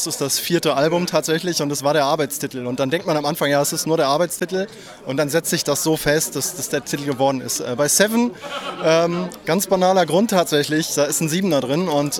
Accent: Gummersbach, North Rhine-Westphalia, Germany; ich selber komme wir kommen alle aus der Ecke

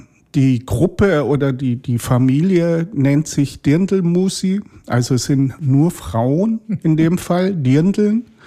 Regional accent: Bavaria, Germany; eigentlich traditionelle bayerische Volksmusik ist, vor allen Dingen aus der Region, aus dem Chiemgau, wo ich herkomme.

